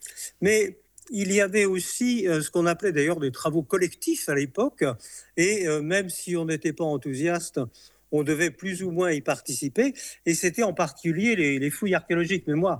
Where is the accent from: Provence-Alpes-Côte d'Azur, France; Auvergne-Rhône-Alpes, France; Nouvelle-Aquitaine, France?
Auvergne-Rhône-Alpes, France; Lyon; Oui, oui. Je suis né à Lyon, je suis resté à Lyon pendant 20 ans.